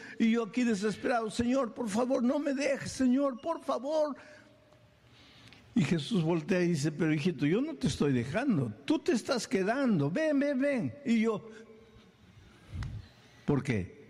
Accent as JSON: {"language": "Spanish", "country": "Peru", "moved": "yes", "lives_now": "United States", "said": "yo soy peruano."}